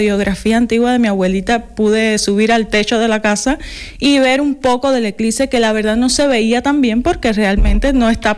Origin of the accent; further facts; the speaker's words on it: Guantánamo, Cuba; moved away; en la ciudad donde yo vivía, yo soy de Guantánamo